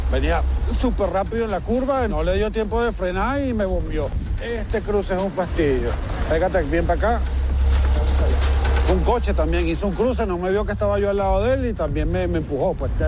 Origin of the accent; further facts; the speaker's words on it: Venezuela; moved away as an adult; now in Spain; yo en mi país, en Venezuela, yo soy economista.